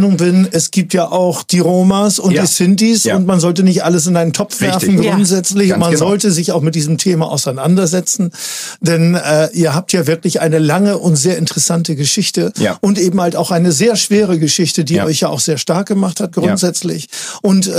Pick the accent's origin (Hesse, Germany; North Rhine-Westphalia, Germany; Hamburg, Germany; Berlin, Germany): Hamburg, Germany; Ein stolzer italienischer Hamburger Hanseat. Meine Familie ist auch seit der 5. Generation in Hamburg.